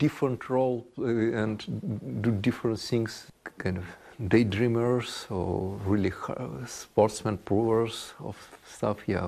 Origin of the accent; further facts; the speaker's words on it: Russia; English is a second language; No, see, because I'm from Russia